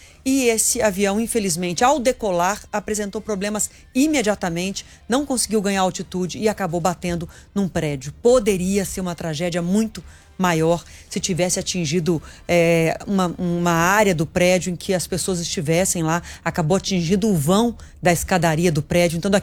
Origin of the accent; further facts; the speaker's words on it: Belo Horizonte, Minas Gerais, Brazil; born there; moved away; da minha terrinha, Belo Horizonte.